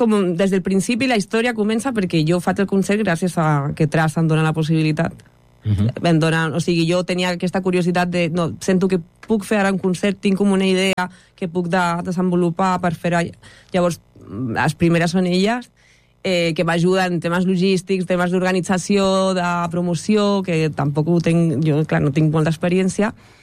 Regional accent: Ripollet, Catalonia, Spain; jo soc de Ripollet i no em moure de Ripollet.

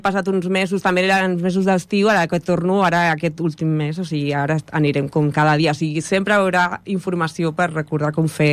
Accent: Ripollet, Catalonia, Spain; jo soc de Ripollet i no em moure de Ripollet

